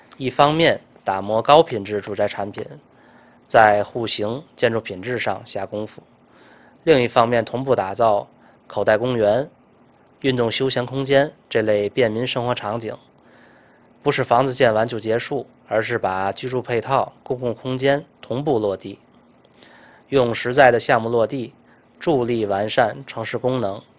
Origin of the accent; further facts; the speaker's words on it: Tianjin, China; 我们生于斯，长于斯，这座城市的工业底蕴、营商环境与人文滋养，是我们企业成长的土壤。企业的发展根基就在北辰